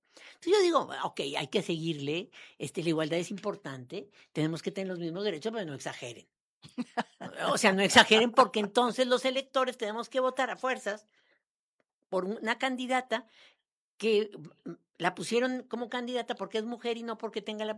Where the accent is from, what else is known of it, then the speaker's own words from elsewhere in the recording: Querétaro, Mexico; born there; en el lugar donde yo nací, aquí en Querétaro